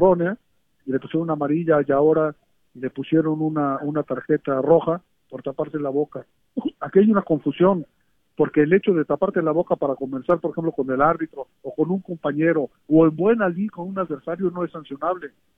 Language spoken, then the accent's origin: Spanish; Mexico; sería el consuelo que nos queda como mexicanos, seguir soñando con que nuestro árbitro mexicano pite semis o pite la gran final, ¿no?